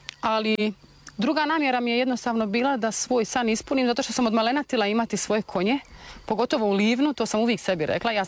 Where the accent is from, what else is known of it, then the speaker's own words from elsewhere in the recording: Frankfurt, Hesse, Germany; moved away as an adult; now in Livno, Bosnia and Herzegovina; Rođena sam u Frankfurtu, tamo sam i živjela 33 godine, išla u školu, sve završila što sam trebala završiti. I za vrijeme korone sam se odlučila vratiti u svoje Livno